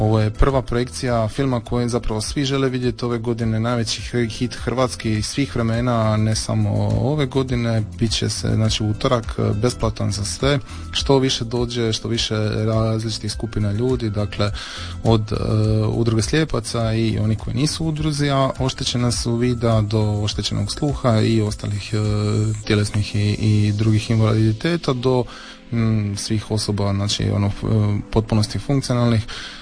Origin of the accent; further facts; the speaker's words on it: Pašman, Zadar County, Croatia; ja isto dolazim sa Pašmana